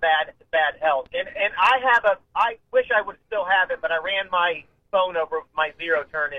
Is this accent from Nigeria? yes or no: no; Ohio, United States; now in Summit County, Ohio, United States; I'm from Wayne County originally, but I moved up to Summit County.